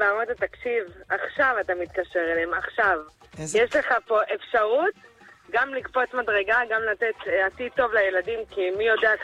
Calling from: Yavne, Central District, Israel

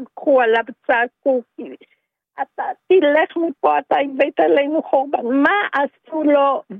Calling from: Sharon plain, Israel; בשרון, אני מהשרון

